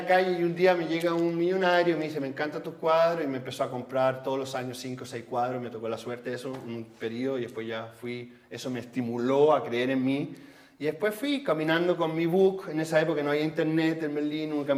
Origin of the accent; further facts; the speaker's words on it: Chile; moved away; Y yo soy una generación un poco más nueva de la dictadura en Chile, donde me fui en Chile por